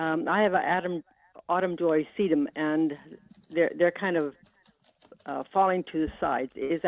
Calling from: Rosenort, Manitoba, Canada; From Rosenort.

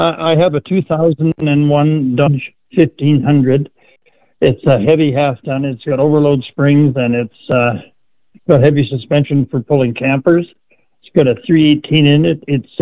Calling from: Manitou, Manitoba, Canada; I'm calling from Manitou.

